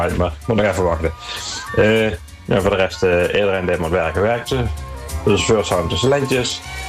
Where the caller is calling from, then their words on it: Postel, Flanders, Belgium